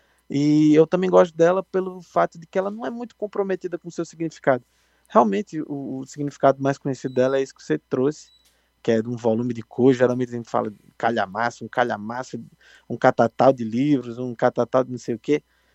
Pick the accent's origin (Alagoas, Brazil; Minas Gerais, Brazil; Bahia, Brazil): Alagoas, Brazil; now in São Paulo, Brazil; Mas eu sei que ele é nordestino, como eu, né? Eu sou alagoano